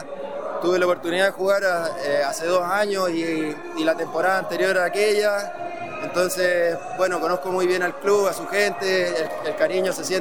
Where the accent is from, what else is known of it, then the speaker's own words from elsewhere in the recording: Concepción, Biobío, Chile; Yo soy penquista, soy de Conce, pero siempre he tenido una muy buena relación con Linares.